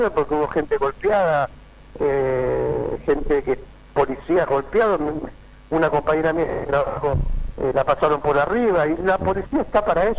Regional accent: Rosario, Santa Fe, Argentina; soy un rosarino de pura cepa

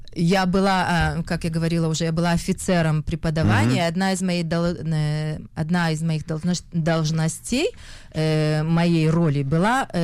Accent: Russia; accent: Russian; И во время театрального училища я даже пыталась исправить свой русский акцент.

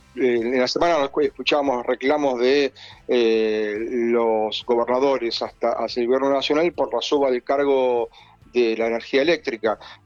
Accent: Rosario, Santa Fe, Argentina; Yo soy santafesino, Caro, sí, probé el alfajor de santafesino. Soy mira. Rosarino, de hecho.

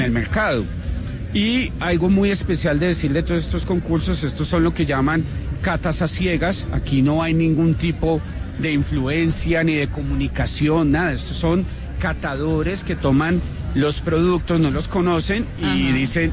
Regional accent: Colombia

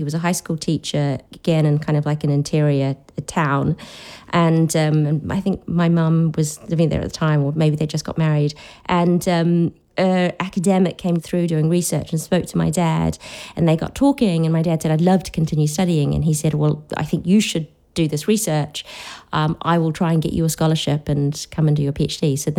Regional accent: Sarawak, Malaysia; and I'm from Sarawak

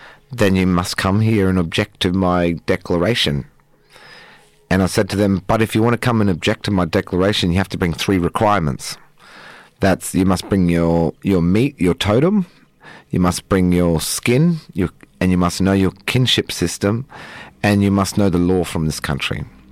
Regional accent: Queensland, Australia; I'm from Wangan and Yagalingu country up in central Queensland. We're about 5 hours drive west of Mackay, and we speak Widi language, which is a main core language in central Queensland, along with the Gungalu and Biri language.

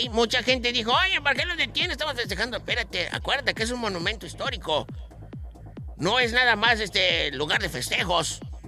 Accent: Yucatán, Mexico; Somos muy apapachadores, yucatecos, los mexicanos

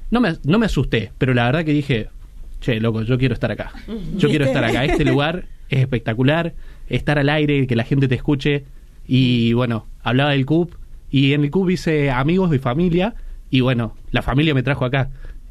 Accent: Catamarca, Argentina; yo, que soy de Catamarca, soy de una provincia más chica, estoy acostumbrado a las radios chiquititas.

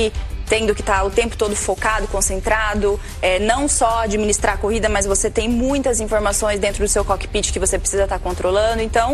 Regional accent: Campo Mourão, Paraná, Brazil; lá em Campo Mourão, que eu sou natural do Paraná

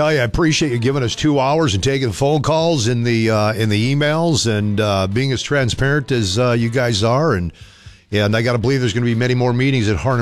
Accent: Hibbing, Minnesota, United States; I was born and raised in Hibbing. I know all about Greyhound and how they work the mines up there.

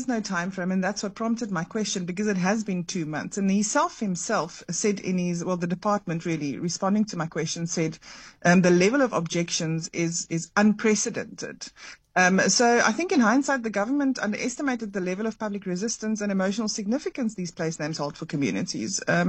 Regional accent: Eastern Cape, South Africa; Well, I'm a girl from the Eastern Cape, so these things matter definitely to me as well.

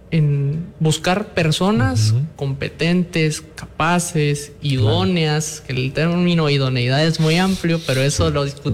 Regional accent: Guatemala

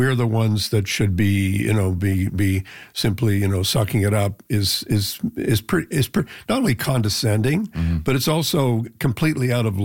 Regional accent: Canada; There were ways in which as a Canadian diplomat, you could talk and say, well, who is actually able to get us, a line of sight here that gets something going together.

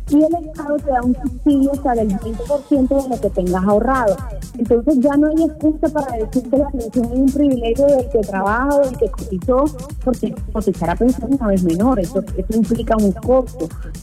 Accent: Caribbean Region, Colombia; now in Barranquilla, Colombia; todos nosotros que somos costeños

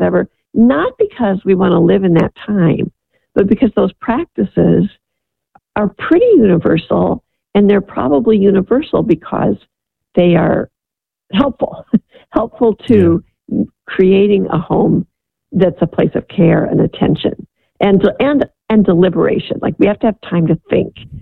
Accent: Midwest, United States; I grew up in the Midwest.

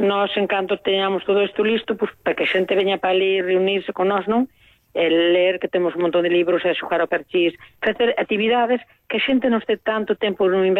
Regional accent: Corme, Galicia, Spain; eu acordo un pouco porque eu vim pa aquí, que eu son de Corme

